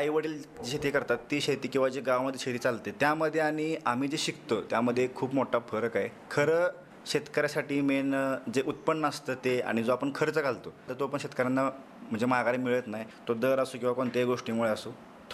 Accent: Marali, Maharashtra, India; मरळी हे गाव म्हणजे मी मूळचा खेडेगावचा आहे, एकदम छोटंसं गाव आहे, एकदम खेड्यात डोंगराच्या पायथ्याशी असलेलं एक गाव आहे.

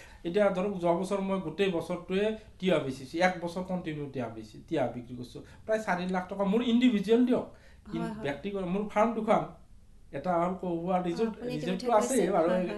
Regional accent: Balitara, Assam, India; মোৰ ঘৰ বালিতাৰা, জিলা নলবাৰী।

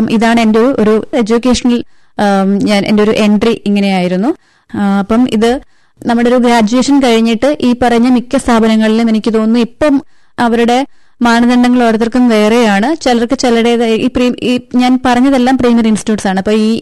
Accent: Thiruvananthapuram, Kerala, India; moved away as an adult; now in Kavaratti, India; ഞാൻ കേരളത്തിൽ നിന്നാണ് വരുന്നത്, കേരളത്തില് തിരുവനന്തപുരത്ത് നിന്നാണ് ഞാൻ വരുന്നത്.

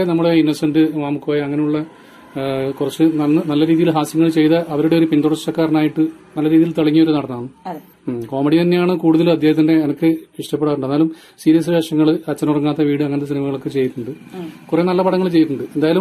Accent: Cheleri, Kerala, India; ഞാൻ ചേലേരി.

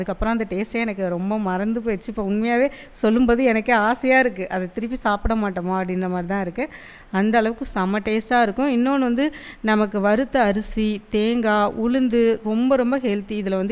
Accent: Thenkudi, India; தென்குடி தான் சார்.

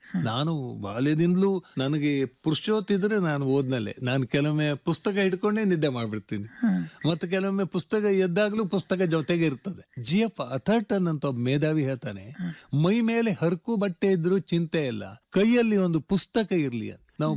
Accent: Uttara Kannada district, Karnataka, India; ನಮ್ದು ಉತ್ತರ ಕನ್ನಡ ಜಿಲ್ಲೆ ಅಲ್ರ, ನಮ್ದು ಉತ್ತರ ಕನ್ನಡ ಜಿಲ್ಲೆ ಅದು.

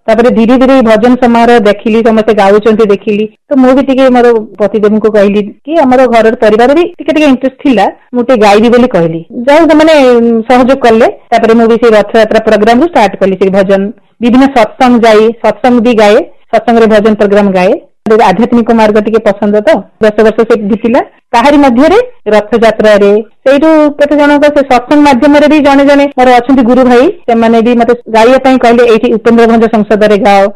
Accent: Gop, Odisha, India; ଆମର ବାଲେଶ୍ୱର ଜିଲ୍ଲାରେ ଥିଲି, ଗୋପ ଗ୍ରାମରେ ଜନ୍ମ ହେଇଥିଲି, ପଞ୍ଚମ ଶ୍ରେଣୀ ପାଠ ପଢୁଥିଲି

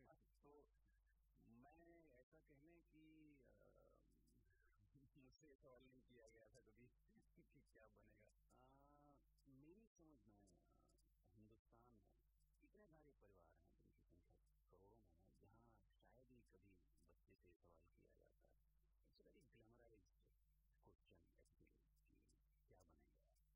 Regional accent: Delhi, India; मैं दिल्ली में पैदा हुआ, पला बड़ा वहीं पर

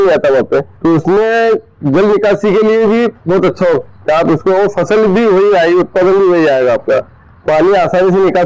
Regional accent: Ujjain district, Madhya Pradesh, India; जिला उज्जैन का रहने वाला हूँ।

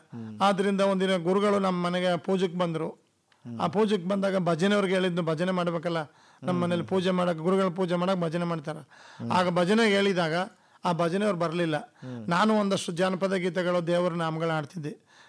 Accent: Kamaralli, Karnataka, India; ನಮ್ಮದು ಕಮರಳ್ಳಿ, ಗುಂಡ್ಲುಪೇಟೆ ತಾಲೂಕು, ಬೇಗೂರು ಹೋಬಳಿ.

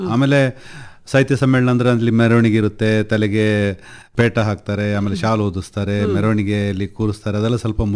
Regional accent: Suntikoppa, Karnataka, India; ಆದರೆ ಈ ಸಲ ನಮ್ಮ ಊರು ಸುಂಟಿಕೊಪ್ಪದಲ್ಲಿ ಆಗುತ್ತೆ ಅಂತಾದಾಗ, ಒಂದು ನಾನು ನಿವೃತ್ತಿ ಆಗಿದ್ದೀನಿ, ಇನ್ನೊಂದು ನಮ್ಮೂರಲ್ಲಿ ಆಗ್ತಾ ಇರೋದ್ರಿಂದ

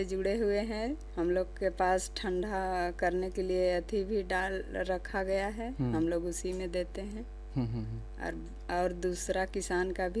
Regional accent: Itki Thakur, Jharkhand, India; जी इटकी ठाकुर गांव।

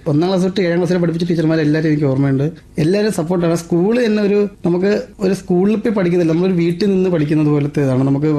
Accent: Varkala, Kerala, India; born or raised there

